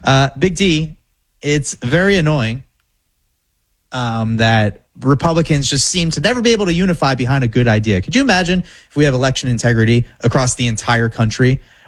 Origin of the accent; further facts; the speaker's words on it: New York, United States; now in Florida, United States; Both me and Derek are originally from New York. I grew up in New York, moved down to Florida about 10 years ago.